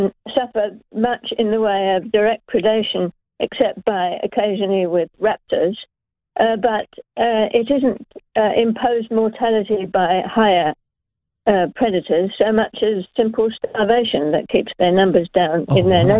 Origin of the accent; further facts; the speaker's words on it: England, United Kingdom; moved away as an adult; now in New Zealand; I'm English myself.